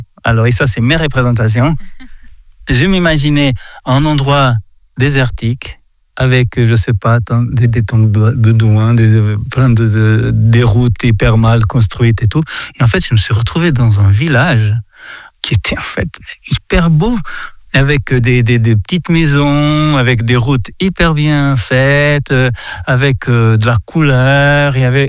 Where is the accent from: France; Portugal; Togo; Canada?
Portugal; Moi, je viens du Portugal, mais ils sont comme moi.